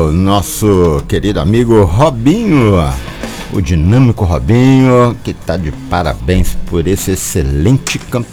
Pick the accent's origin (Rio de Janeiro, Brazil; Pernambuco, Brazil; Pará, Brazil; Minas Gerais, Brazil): Minas Gerais, Brazil; Campo Belo; also born or lived in Conselheiro Lafaiete; E meio Lafayette, que eu nasci em Conselheiro Lafayette. Morei até os 14 anos em Campo Belo, cidade maravilhosa